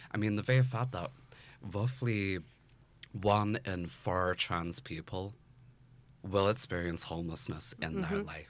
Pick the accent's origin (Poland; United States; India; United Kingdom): United Kingdom; Belfast, Northern Ireland; And I was born pretty much just off of the Falls Road in West Belfast. And my identity, very much grown up, especially given the fact that I was born in 2002, is I grew up in a sense, trying to bridge the divide